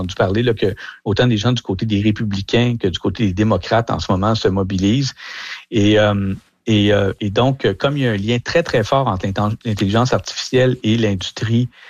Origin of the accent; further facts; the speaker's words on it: Canada; mais aussi chez nous au Canada, hein, parce que le récit qu'on se fait de la question du climat maintenant au pays